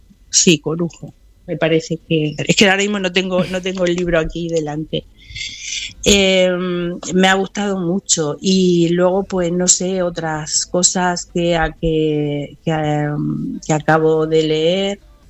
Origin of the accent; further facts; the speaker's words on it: Yecla, Region of Murcia, Spain; moved away as an adult; now in Murcia, Spain; yo es verdad que vivo en Murcia y mis contactos en Yecla, pues como voy a ver a mis padres, a mi padre ahora, mi madre ya falleció, voy a ver a mi padre